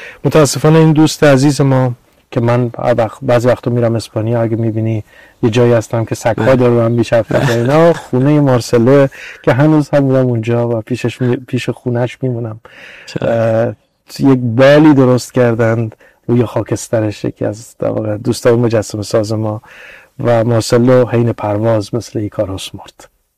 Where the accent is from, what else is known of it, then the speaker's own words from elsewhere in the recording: Iran; born there; من انسانی که در ایران به دنیا آمدم